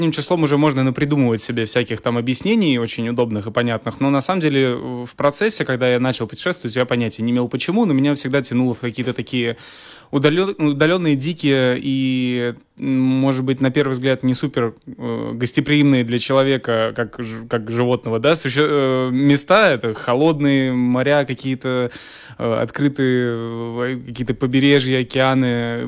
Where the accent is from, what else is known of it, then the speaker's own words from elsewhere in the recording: Moscow, Russia; Я родился и вырос в Москве. Вообще, в месте очень далеком от любого моря.